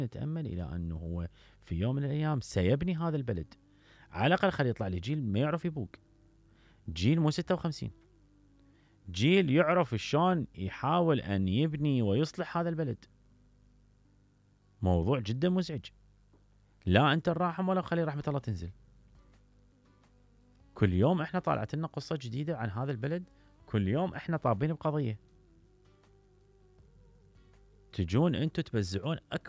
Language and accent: Arabic; Southern Iraq, Iraq; انا بجنوب العراق